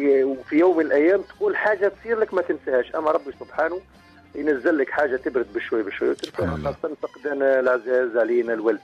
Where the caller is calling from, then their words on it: Kalaa Kebira, Sousse Governorate, Tunisia; من القلعة الكبيرة.